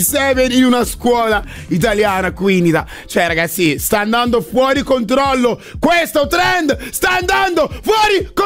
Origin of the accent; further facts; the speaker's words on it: Ghana; io sono del Ghana